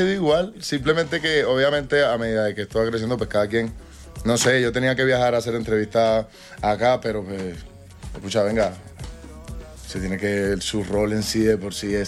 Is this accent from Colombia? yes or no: yes; Colombia; yo soy colombiano, yo soy de aquí.